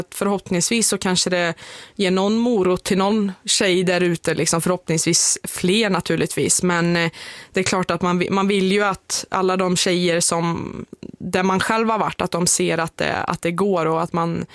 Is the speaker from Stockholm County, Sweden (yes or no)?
no; Skövde, Västra Götaland County, Sweden; born there; moved away as an adult; familj och vänner hemma i Skövde